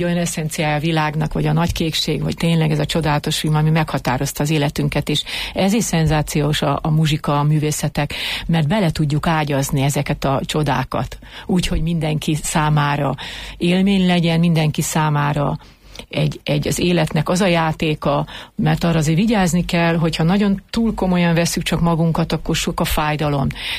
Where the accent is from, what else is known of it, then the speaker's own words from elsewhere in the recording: Siófok, Somogy, Hungary; moved away; egy darabig mi új helyen laktunk, és utána költöztünk Siófokra, és ott kereszteltettem meg magamat